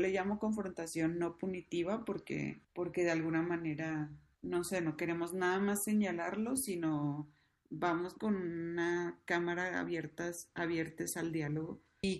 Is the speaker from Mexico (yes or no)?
yes; Mazatlán, Sinaloa, Mexico; Les dos somos de Mazatlán, Sinaloa.